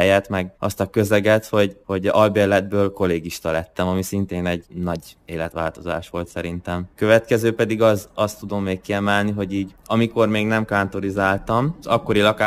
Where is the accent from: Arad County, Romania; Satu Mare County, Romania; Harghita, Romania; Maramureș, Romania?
Maramureș, Romania; Coltău; moved away as an adult; also born or lived in Târgu Mureș, Romania; now in Szeged, Hungary